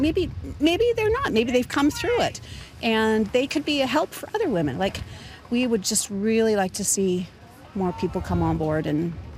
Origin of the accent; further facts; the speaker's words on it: Canada; We want to make sure everybody knows we're from Canada.